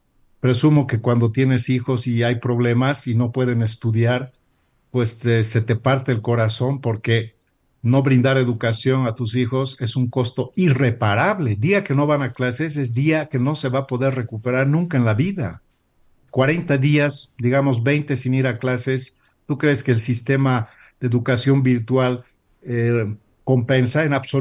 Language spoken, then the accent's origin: Spanish; Bolivia; tengo un hermoso poncho tarabuqueño, que por cierto es una joya hermosísima de mi tierra.